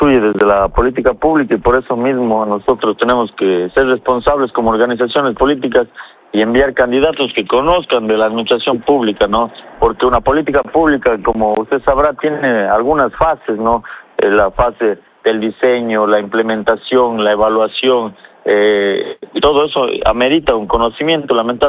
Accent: Ecuador; necesitamos justamente como sociedad ecuatoriana

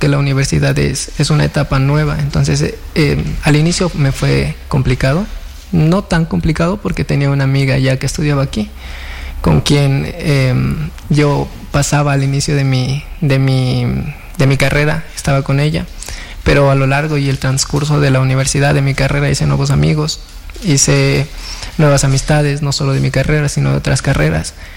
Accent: Quito, Pichincha, Ecuador; moved away; soy de Quito.

